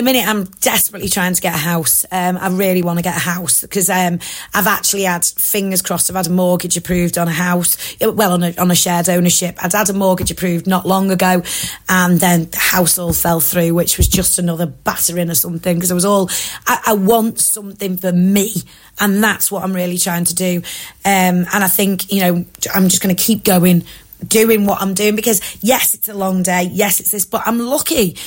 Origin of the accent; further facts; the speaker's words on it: Southport, North West England, United Kingdom; It was my hometown this has happened in.